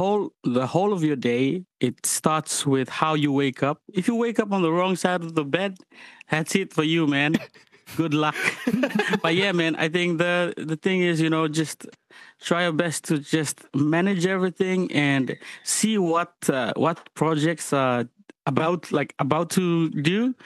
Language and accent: English; Fiji; born there; moved away; I grew up in Fiji.